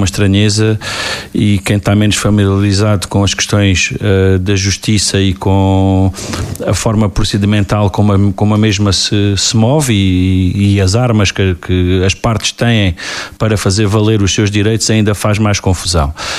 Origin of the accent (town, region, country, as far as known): Alentejo, Portugal